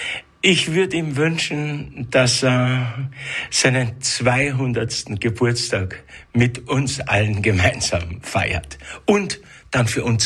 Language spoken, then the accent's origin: German; Vienna, Austria; ganz besonders natürlich für mich als Wiener